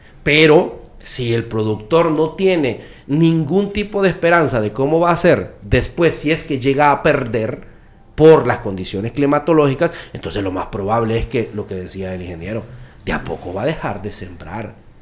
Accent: Honduras; Nosotros nos tenemos que empapar como sociedad hondureña

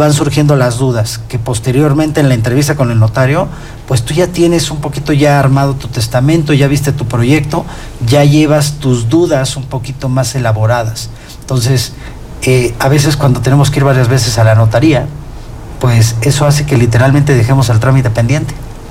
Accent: Mexico

